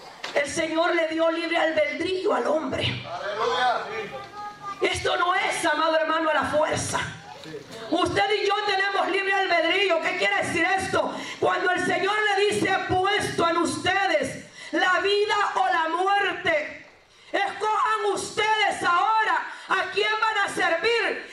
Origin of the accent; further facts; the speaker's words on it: El Salvador; le voy a hablar como salvadoreño